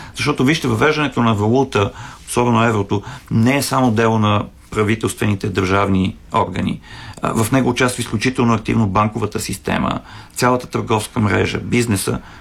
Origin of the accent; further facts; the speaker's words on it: Sofia, Sofia City, Bulgaria; говоря вече като софиянец